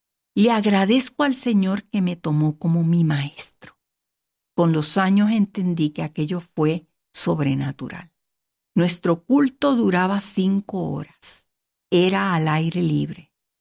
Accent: Puerto Rico; en Puerto Rico, mi tierra natal, conocí al Señor a los 14 años bajo un avivamiento entre la juventud.

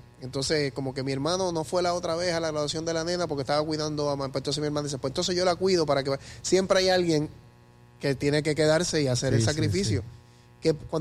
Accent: Isabela, Puerto Rico; para mi pueblo. O sea que tiene un valor sentimental, nostálgico. Ahí es donde yo me crié y se crió mi papá, es el pueblo de mi papá

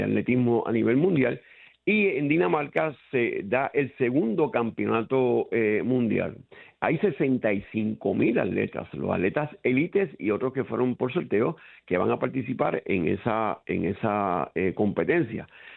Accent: Puerto Rico; no como trabajeño, sino como puertorriqueño

